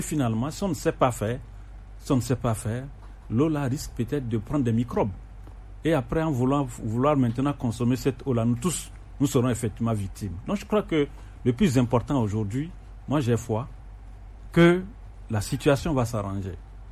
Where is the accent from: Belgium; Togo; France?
Togo; j'ose croire, en tant que Togolais